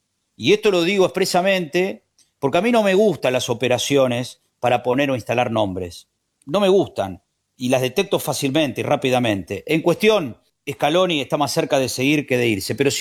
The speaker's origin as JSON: {"language": "Spanish", "country": "Argentina", "said": "Para nosotros, como argentinos, como aficionados, como seguidores del fútbol"}